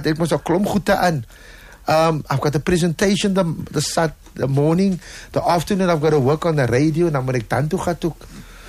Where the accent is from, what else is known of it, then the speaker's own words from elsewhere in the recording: Cape Town, Western Cape, South Africa; born there; I was born in Claremont. I'm proud to say that I was born in Claremont. I come from good lineage in Claremont as well.